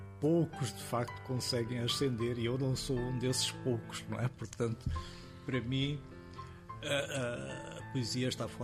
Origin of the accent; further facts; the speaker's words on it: Goa, India; o facto das primeiras histórias serem sobre a minha infância e primeira juventude em Goa, fizeram-me renascer esse interesse por contar uma história goesa